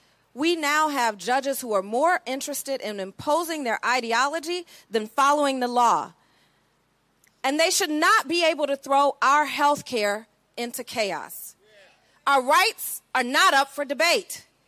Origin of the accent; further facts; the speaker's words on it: New Orleans, Louisiana, United States; also born or lived in Selma, Alabama; I grew up in New Orleans, Louisiana, and Selma, Alabama. I am a daughter of the South.